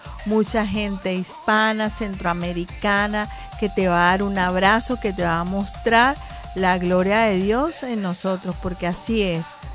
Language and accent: Spanish; Venezuela; now in United States; aunque yo soy venezolana